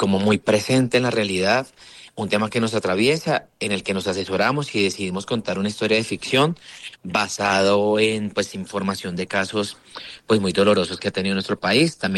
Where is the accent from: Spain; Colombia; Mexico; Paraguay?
Colombia; Valle del Cauca; now in Bogotá, Colombia; todos los que somos vallecaucanos